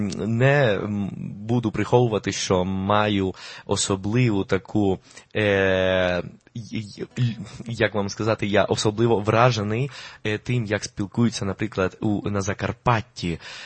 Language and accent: Ukrainian; Colombia; Ukrainian is a second language; now in Lviv, Ukraine; Але ми, як колумбійці, також можемо полюбити і українську, все українське також